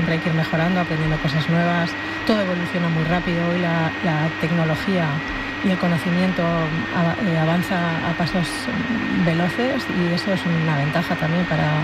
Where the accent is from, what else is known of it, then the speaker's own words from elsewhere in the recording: Zaratamo, Basque Country, Spain; estaba en mi pueblo, en Zarátamo